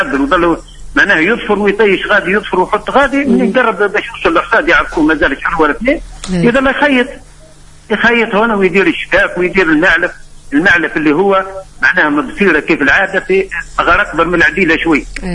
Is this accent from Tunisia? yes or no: yes; southern Tunisia, Tunisia; بلغتنا احنا في الجنوب